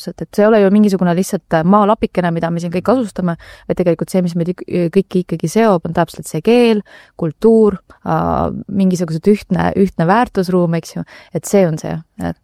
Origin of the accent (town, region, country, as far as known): Tallinn, Harju County, Estonia; born or raised there